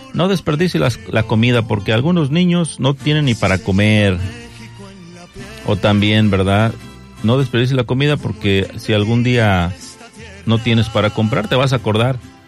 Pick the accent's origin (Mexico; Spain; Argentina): Mexico; Hidalgo; moved away; La otra vez que visité mi rancho allá en mi pueblo en Hidalgo